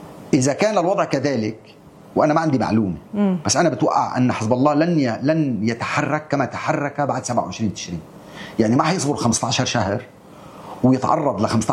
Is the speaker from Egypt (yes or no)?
no; Lebanon; نحن كلبنانيين ما كان لنا علاقه بالحرب